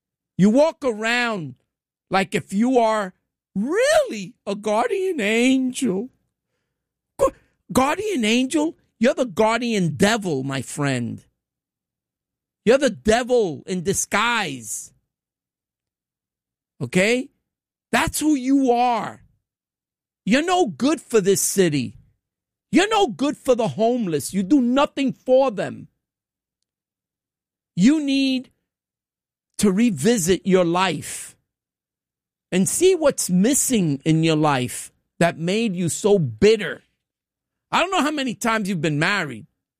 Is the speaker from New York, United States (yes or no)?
yes; New York, United States; I don't know what kind of New Yorker you are, because I'm a New Yorker.